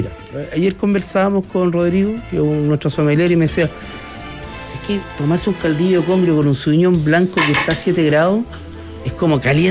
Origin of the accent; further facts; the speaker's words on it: Chile; no somos tan gremiales en Chile, somos medio individualistas, somos medio antropófagos.